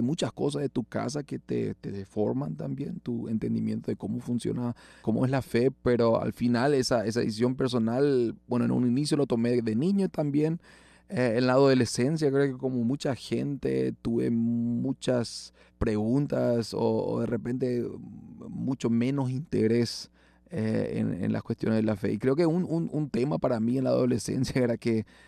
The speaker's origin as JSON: {"language": "Spanish", "region": "Asunción", "country": "Paraguay", "tie": "born or raised there"}